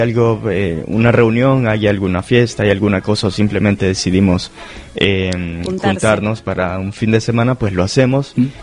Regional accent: Nicaragua; Yo que soy de Nicaragua, yo creo que me atrevería a decir, ¿verdad?

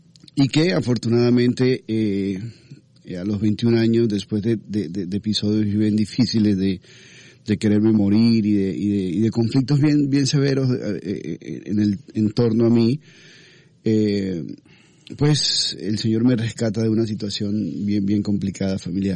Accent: La Santísima Trinidad, Casanare, Colombia; born there; nací en un pueblito que se llama La Santísima Trinidad.

